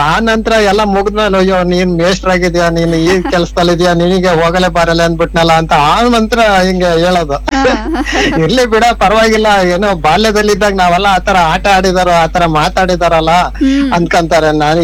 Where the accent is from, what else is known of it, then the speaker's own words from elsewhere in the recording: Rameshwara, Karnataka, India; ರಾಮೇಶ್ವರ ಅಂತೇಳಿ ನಮ್ಮ ಹತ್ರ ರಾಮೇಶ್ವರ ನಮ್ಮ ಊರು